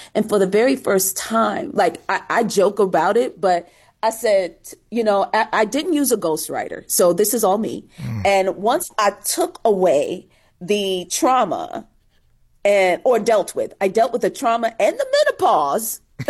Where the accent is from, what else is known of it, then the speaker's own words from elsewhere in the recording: Newark, New Jersey, United States; Come on, I grew up in Newark, New Jersey. And in the 70s and 80s, you couldn't look different, okay, in order to survive it, right?